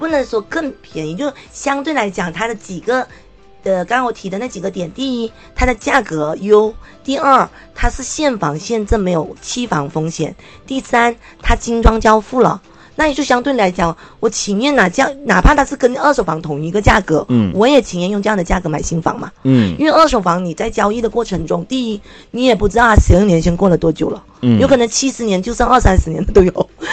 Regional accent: China

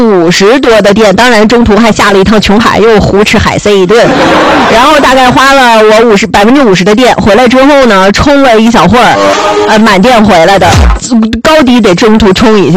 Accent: China

